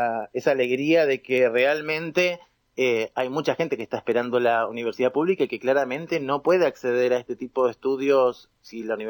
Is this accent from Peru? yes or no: no; Allen, Río Negro, Argentina